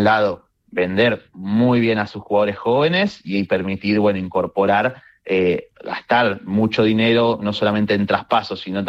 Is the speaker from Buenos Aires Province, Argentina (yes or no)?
yes; Lanús, Buenos Aires Province, Argentina; venimos del milagro de Lanús, del equipo de mi